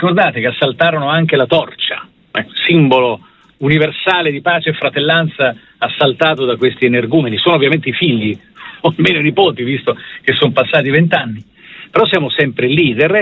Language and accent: Italian; Naples, Campania, Italy; Io sono di Napoli, ho vissuto l'agonia decennale, ultra decennale dell'Ilva di Bagnoli